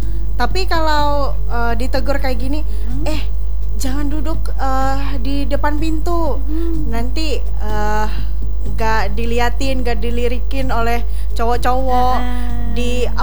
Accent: Kalimantan, Indonesia; Apalagi kita orang Kalimantan kan percaya tentang hal-hal mistis

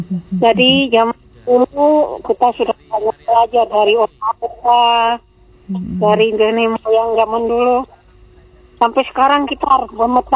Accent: Kupang, East Nusa Tenggara, Indonesia; born there; Ya biasanya pakai bahasa Indonesia, karena saya kan lahir di Kupang, saya lahir di Kupang.

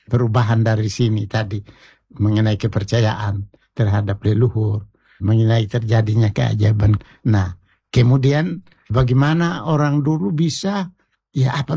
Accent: East Nusa Tenggara, Indonesia; Sehingga sikap perilaku kita sebagai orang Sabu terlihat di dalam iya, diri kita.

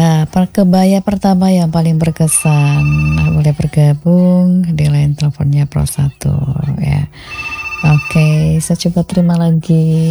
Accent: North Sumatra, Indonesia; Kalau kita orang Batak itu ciri khasnya orang Batak itu ya, kalau pakai kebaya itu ya.

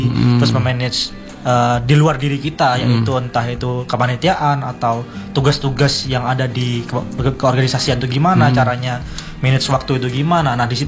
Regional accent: Jember, East Java, Indonesia; Saya anak Jember orang.

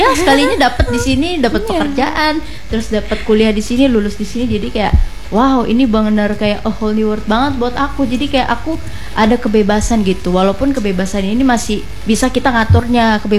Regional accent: Tangerang, Banten, Indonesia; now in Palangkaraya, Indonesia; aku merantau ke sini. Aku bukan asli sini by the way. Aku dari Tangerang.

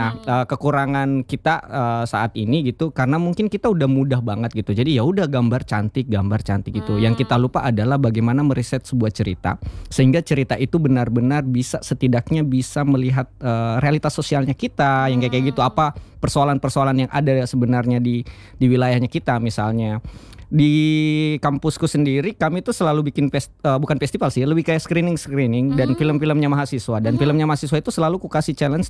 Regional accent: Kendari, Southeast Sulawesi, Indonesia; kita orang Kendari

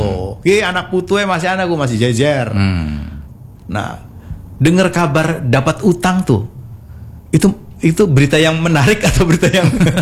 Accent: West Java, Indonesia; Apalagi di kampung saya di Mandalang itu kan banyak para mama ya, para elang, sepuh gitu.

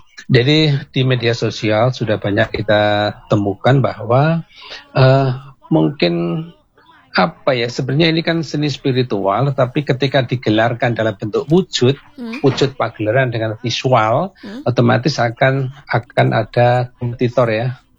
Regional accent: Madiun, East Java, Indonesia; now in Malang, Indonesia; kita asli dari Madiun

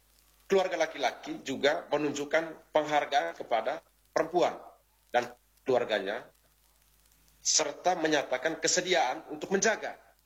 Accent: Manggarai, East Nusa Tenggara, Indonesia; Kalau konteks belis untuk kita orang Manggarai

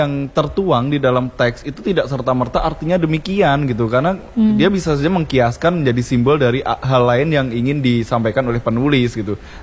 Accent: Java, Indonesia; moved away; asli orang sini

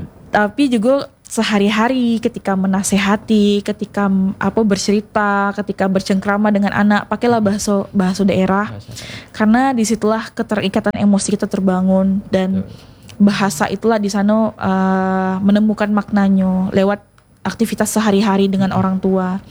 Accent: Bengkulu, Indonesia; born there; Orang tua saya itu, ibu saya Sunda, bapak saya Jawa. Saya lahir di Bengkulu, tapi saya tidak bisa bahasa Rejang, tidak bisa bahasa Serawai, tidak bisa bahasa Lembak.

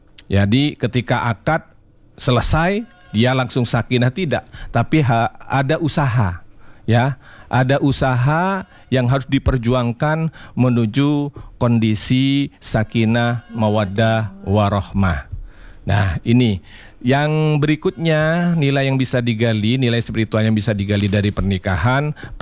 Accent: East Java, Indonesia; Ya, kalau bisa bahasa Indonesia, saya juga orang Madura ini agak repotan juga memahami.

